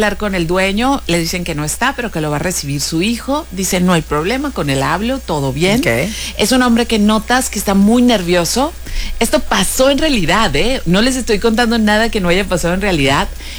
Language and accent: Spanish; Mexicali, Baja California, Mexico; nosotros que somos de Mexicali romantizamos mucho las nevadas, ¿no?